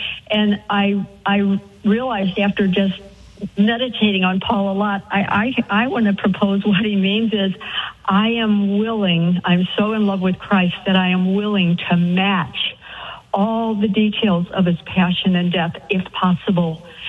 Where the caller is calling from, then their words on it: St. Louis, Missouri, United States; Hi, Father, from St. Louis, but now in Kansas City.